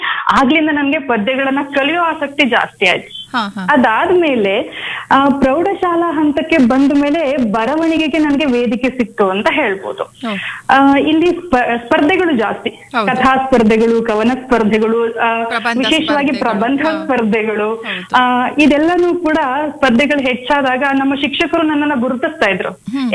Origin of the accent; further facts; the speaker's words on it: Karnataka, India; ನಾನು ಕನಕಪುರ ತಾಲೂಕಿನ ಹೊಸದುರ್ಗ ಅನ್ನುವಂತಹ ಹಳ್ಳಿಯವಳು.